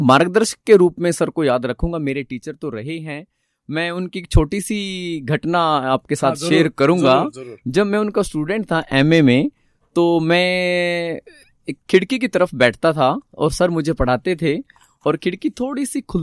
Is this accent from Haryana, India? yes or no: yes; Landa, Haryana, India; जी, मैं अम्बाला के नियर गांव लंढा जो अम्बाला डिस्ट्रिक्ट में ही है वहाँ पे जन्म हुआ और मेरी स्कूलिंग मेरे गांव में ही 10th का स्कूल है वहाँ से हुई है।